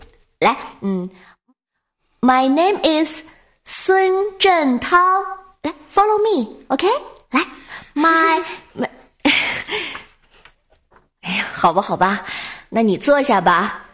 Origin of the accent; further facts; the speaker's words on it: Shandong, China; 来自山东，我是大家的英语老师。